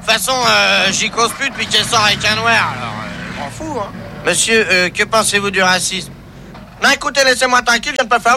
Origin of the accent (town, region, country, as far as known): France